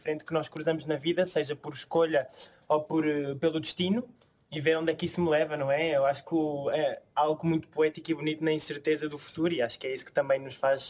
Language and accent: Portuguese; Faro, Portugal; Eu sou farense de Faro e as minhas primeiras raízes na dança foram na Escola da Companhia Dança do Algarve.